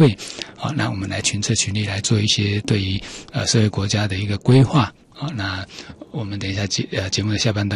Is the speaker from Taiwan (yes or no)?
yes; Taiwan; 这地方都是我们台湾人的一个非常，就是得天独厚的一个的地方。